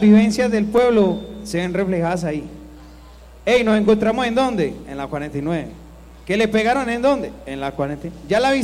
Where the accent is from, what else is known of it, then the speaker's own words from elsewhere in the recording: Caldas, Antioquia, Colombia; nosotros somos del municipio de Caldas